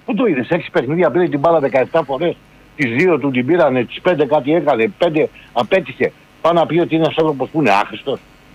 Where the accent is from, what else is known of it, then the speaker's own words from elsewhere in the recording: Neo Faliro, Attica, Greece; από το Νέο Φάληρο.